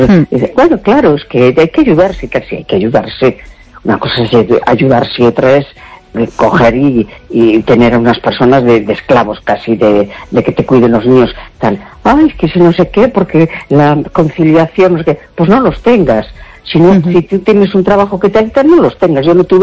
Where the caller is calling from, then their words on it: A Coruña, Galicia, Spain; Hola, buenas noches … de La Coruña.